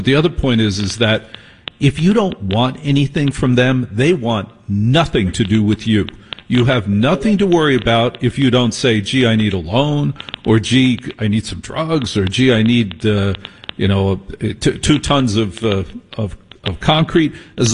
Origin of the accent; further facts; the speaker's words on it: New Jersey, United States; I grew up in Jersey, so I understand the dynamic of the boys and the civilians.